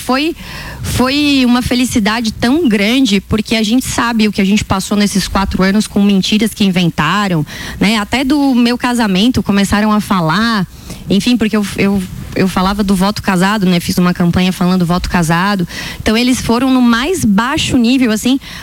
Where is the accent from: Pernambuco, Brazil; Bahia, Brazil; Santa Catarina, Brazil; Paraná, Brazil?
Santa Catarina, Brazil; Criciúma; Eu sou de Criciúma.